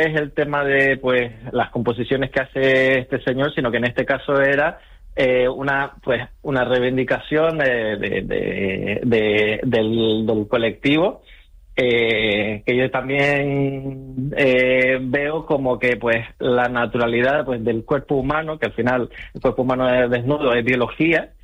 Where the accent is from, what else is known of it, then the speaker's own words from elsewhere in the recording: Las Palmas de Gran Canaria, Canary Islands, Spain; now in Tenerife, Spain; yo nací en Las Palmas y soy de Triana.